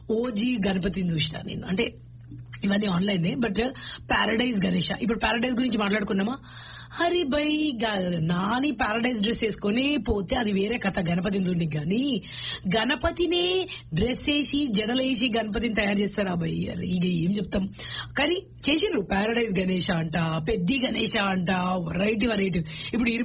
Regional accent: Hyderabad, Telangana, India; moved away

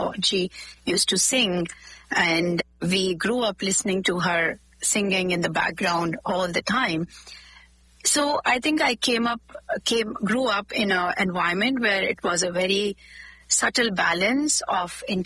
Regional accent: Jhansi, Uttar Pradesh, India; I'm from a very small town in India. It's called Jhansi.

